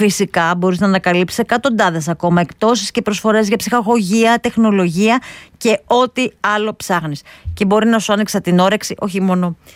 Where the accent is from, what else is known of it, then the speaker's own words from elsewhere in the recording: Western Greece, Greece; ήμουν μικρή όταν είχε κλείσει, επειδή κατά το ίμιση είμαι και από την Αχαΐα.